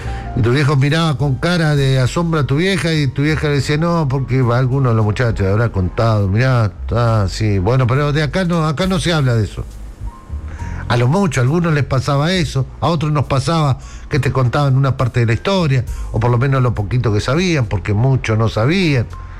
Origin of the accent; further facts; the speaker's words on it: Berisso, Buenos Aires Province, Argentina; nos criamos acá en Berisso.